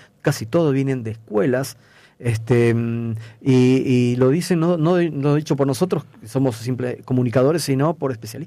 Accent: Peru; now in Rosario, Argentina; Se lo recomiendo como peruano.

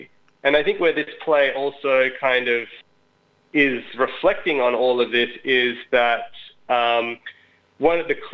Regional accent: Australia; displace your own kind of complex experience as an Australian of South Asian heritage and sort of explain and tell the stories of your migrant parents.

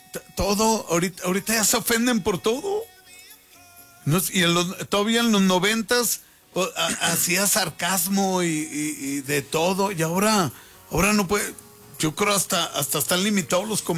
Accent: northern Mexico, Mexico; yo soy norteño

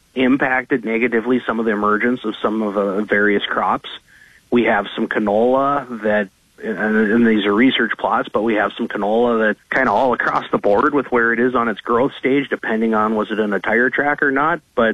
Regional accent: Cavalier, North Dakota, United States; You know, I grew up in the Cavalier area, so disease pressure and too much moisture seems to be perpetual

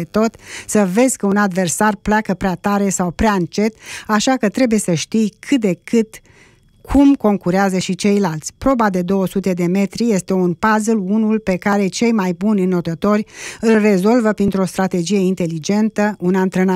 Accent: Romania

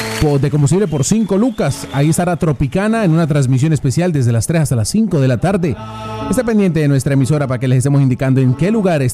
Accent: Cali, Valle del Cauca, Colombia; born there; dicen que yo no soy caleño, pero yo sí soy de Cali. O sea, yo nací en Cali, mis raíces son del Cauca, pero yo nací en Cali. Entonces, conozco mucha cosita de Cali.

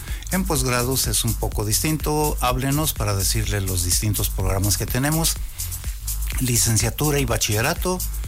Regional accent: Aguascalientes, Mexico; soy de Aguascalientes

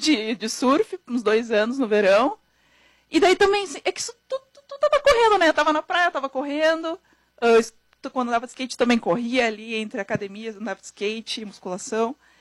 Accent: Porto Alegre, Rio Grande do Sul, Brazil; moved away as an adult; now in São Paulo, Brazil; eu sou de Porto Alegre, mas moro aqui há 4 anos, em São Paulo.

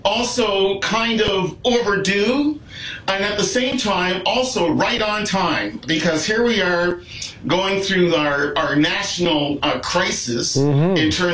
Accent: Canada; all of us as Canadian writers

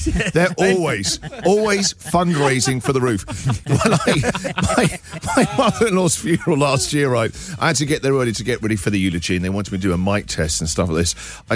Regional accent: England, United Kingdom; I don't bother. I don't, because I'm English, I don't want to cause a scene.

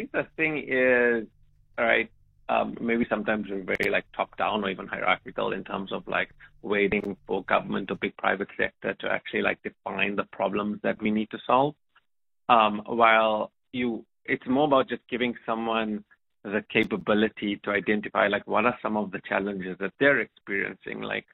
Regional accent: South Africa; as South African

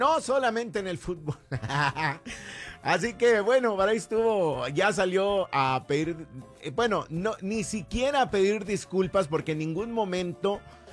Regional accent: Mexico; moved away; nosotros también venimos a este país buscando esa oportunidad que nuestros país México no nos dan

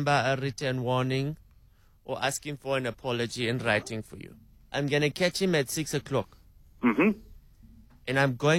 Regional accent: Botswana; Oh, I can't speak Zulu. I come from Botswana. Can we speak in English?

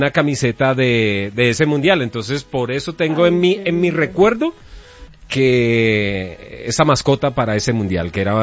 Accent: France; Ese es mi equipo favorito, porque yo soy francés.

